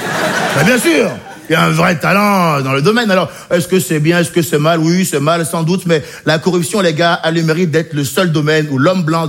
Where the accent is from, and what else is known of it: Benin; born or raised there